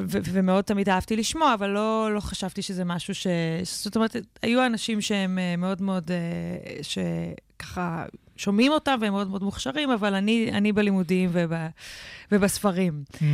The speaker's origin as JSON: {"language": "Hebrew", "town": "Jerusalem", "region": "Jerusalem District", "country": "Israel", "tie": "born there", "said": "נולדתי בירושלים. ההורים שלי התגרשו כשהייתי קטנה, ואימא שלי עברה, עברנו די הרבה בארץ אחרי הגירושים, אז לא גדלתי. מה שנקרא, אני ירושלמית, אבל לא ממש"}